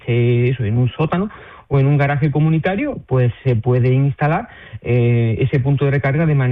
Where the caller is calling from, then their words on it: Utrera, Andalusia, Spain; Estamos en Utrera, en Sevilla.